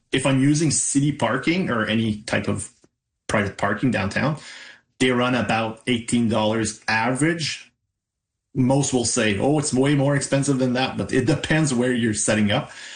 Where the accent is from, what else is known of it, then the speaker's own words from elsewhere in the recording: Embrun, Ontario, Canada; Like you said, I'm from Embrun. It's a 30-minute drive on a good day.